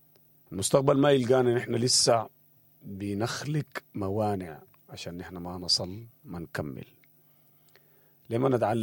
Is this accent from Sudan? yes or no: yes; Sudan; إحنا كسودانيين